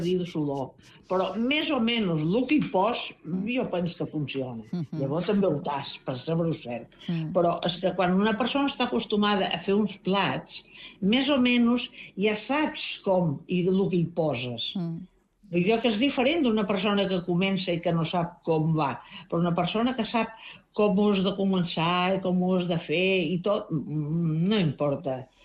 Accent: Ibiza, Balearic Islands, Spain; jo com a eivissenca i que ja tinc anys, em dol molt. Perquè he viscut una època de quan jo era joveneta, ara que tinc 79 anys

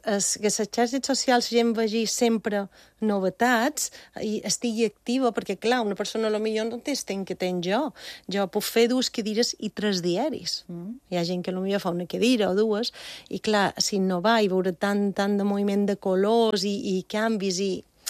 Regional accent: Bunyola, Balearic Islands, Spain; la Fira de Bunyola, del meu poble

